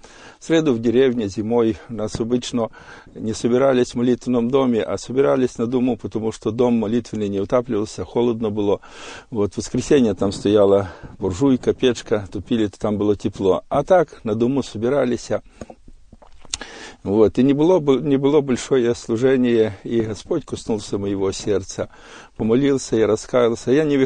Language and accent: Russian; Volyn Oblast, Ukraine; Я родился на Украине, на Волыни, в селе, в верующей семье. Родители были верующие.